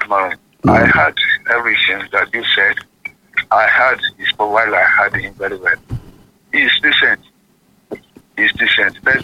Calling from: Oyo, Nigeria; I'm coming from Odono, Ishola.

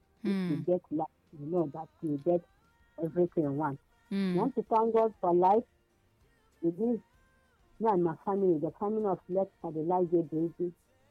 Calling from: Enugu State, Nigeria; from Ugwaji.

